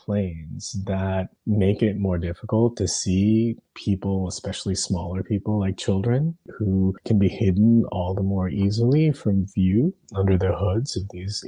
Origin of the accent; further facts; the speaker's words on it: California, United States; I grew up in California.